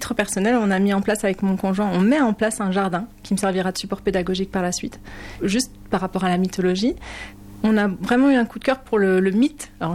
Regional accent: Pays de la Loire, France; moved away as an adult; moi je suis originaire du Maine-et-Loire, j'avais mis le projet de côté.

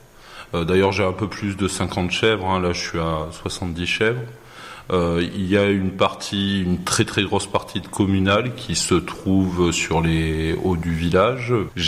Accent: Occitanie, France; moved away as an adult; now in Corbières, France; je suis originaire d'Occitanie, donc pour moi c'était primordial de revenir justement sur mes terres. Avant de m'installer comme berger, je me suis expatrié pendant 10 ans à l'étranger. Donc c'était vraiment un retour aux sources.

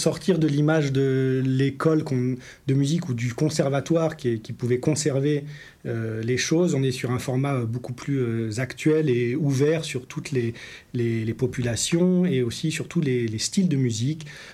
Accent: Île-de-France, France; moved away as an adult; also born or lived in Tarbes; now in Agde, France; je viens de la région parisienne, où j'ai fait des études de saxophone, où j'ai été diplômé du conservatoire Paul Supérieur de Boulogne-Billancourt, notamment. Et après avoir enseigné en région parisienne, je suis parti dans le sud-ouest de la France

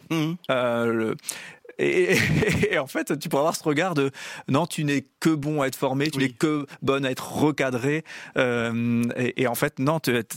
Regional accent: Strasbourg, Grand Est, France; Moi, je viens de Strasbourg.

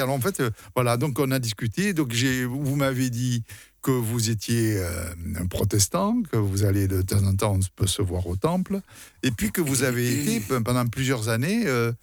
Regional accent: Nîmes, Occitanie, France; moved away; j'avais été adolescent et j'ai passé mon enfance à Nîmes

